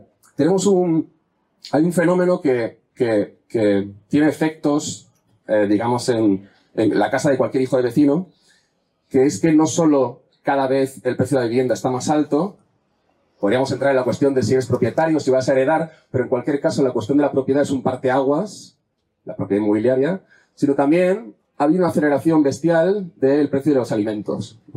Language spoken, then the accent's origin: Spanish; Catalonia, Spain; Yo vengo de Cataluña, para bien y para mal.